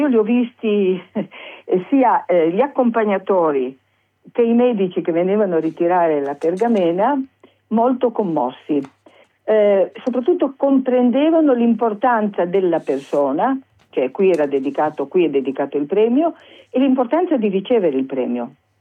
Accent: Vrsar, Istria County, Croatia; Io per esempio, che vengo da Orsera, ho avuto due cuginette morte piccolissime

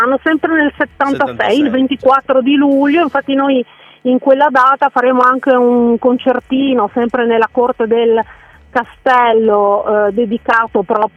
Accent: Magnano in Riviera, Friuli-Venezia Giulia, Italy; anche per noi che siamo di Magnano e Riviera

